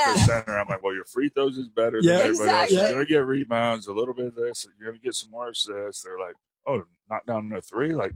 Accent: Indiana, United States; moved away; Like, duh, like I'm from Indiana.

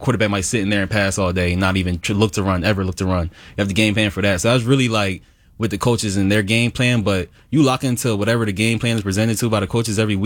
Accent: New Jersey, United States; I'm from South Jersey. I'm from 2.5 hours south.

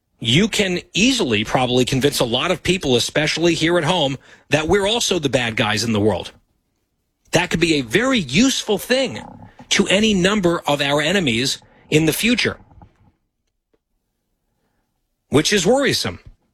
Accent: United States; as an American, a proud American

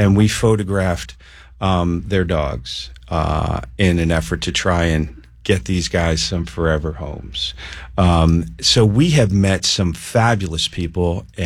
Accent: United States; And I got to tell you, as an American, I'm pretty proud that the city that these folks are seeing is this one.

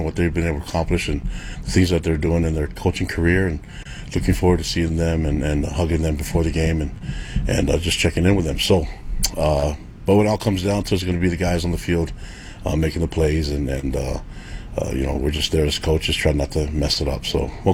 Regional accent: North Shore, Hawaii, United States; moved away; We're all from the North Shore in Hawaii together.

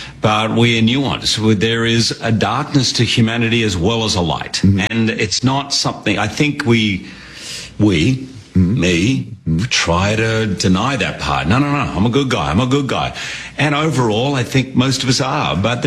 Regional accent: Australia; born or raised there

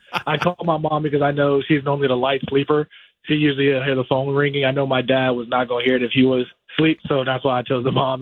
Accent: Georgia, United States; I'm from Georgia myself.

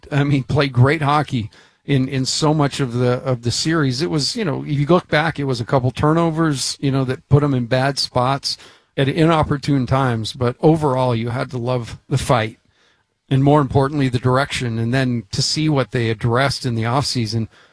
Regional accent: Highland, Utah, United States; I grew up in an area, you know, I grew up in Highland before Highland was cool.

